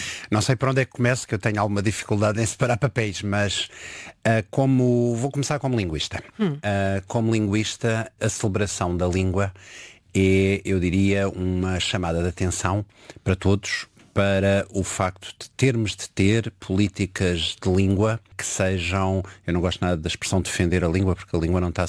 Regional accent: Setúbal, Portugal; Eu sou setubalense, em Setúbal fala-se charruco, com as marcas dos R's e outras.

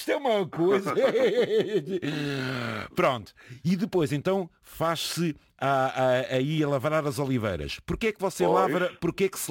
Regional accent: Lisbon, Portugal; born there; Então espera aí, eu sou lisboeta, porque nasci em Lisboa.

